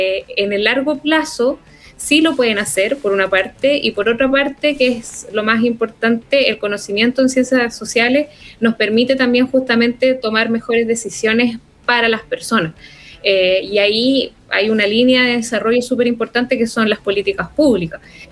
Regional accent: Coquimbo, Chile; moved away; vengo de la región de Coquimbo. Entonces, no es casualidad, es un tema que experimenté a modo personal viniendo del norte de Chile

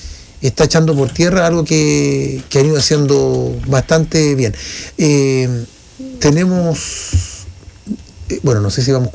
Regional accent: La Serena, Coquimbo, Chile; yo me acuerdo cuando era chico en La Serena

